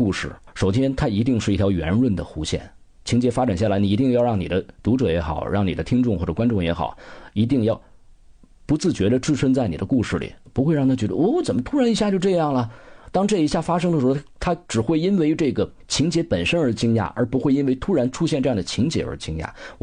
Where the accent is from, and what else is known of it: China